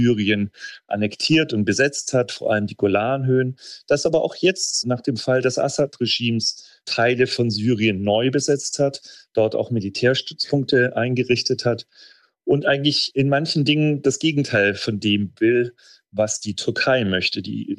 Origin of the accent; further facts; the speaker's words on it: Germany; ich als Deutscher sehe seit Jahren, wie schwierig es ist, in Deutschland eine Bahnstrecke zu bauen